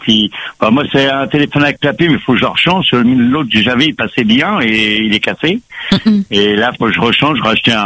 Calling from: Lisieux, Normandy, France; je suis de Lisieux dans le 14.

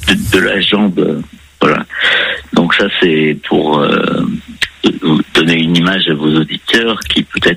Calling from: Paris, Île-de-France, France; moi, je suis parisien

